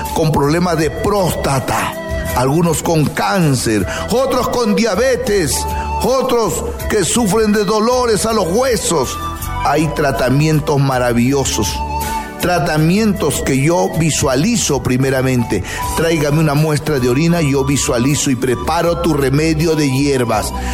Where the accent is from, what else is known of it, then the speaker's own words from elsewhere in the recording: Huancabamba, Piura, Peru; Tradición inca de mi tierra, Huancabambina. … el chamán de América. Amigos, 67 años de vida